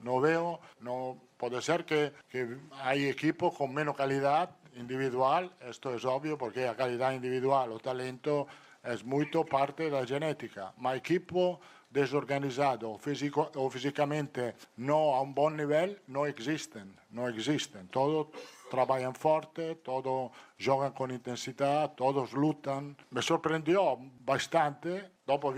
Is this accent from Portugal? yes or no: no; Italy; Portuguese is a second language; now in Brazil; Me sento bien, italiano, brasileiro, sou italiano. É uma experiência fantástica treinar no Brasil.